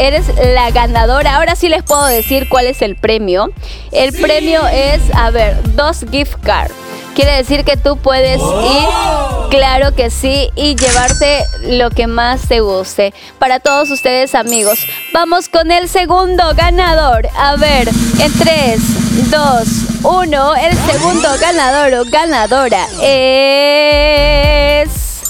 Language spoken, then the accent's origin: Spanish; Peru; nosotros como peruanos, como hijos de Dios